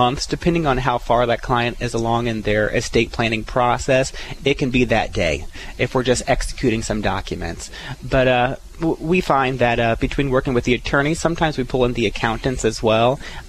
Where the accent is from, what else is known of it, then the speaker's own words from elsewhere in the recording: Hannibal, Missouri, United States; moved away as an adult; now in Springfield, United States; I'm from Hannibal, Missouri.